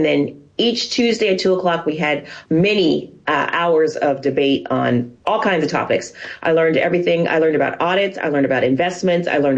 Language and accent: English; San Francisco, California, United States; I grew up in San Francisco, I grew up around City Hall.